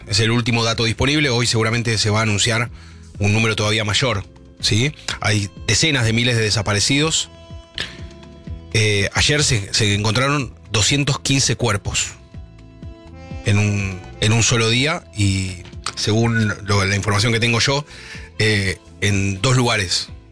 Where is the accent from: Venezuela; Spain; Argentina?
Argentina; González Catán, Buenos Aires Province